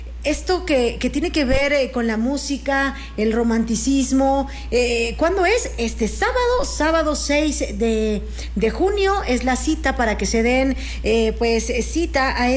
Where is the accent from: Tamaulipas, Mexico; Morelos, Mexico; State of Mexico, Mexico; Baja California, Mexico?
Morelos, Mexico; Cuernavaca; Y eso que somos aquí de Cuernavaca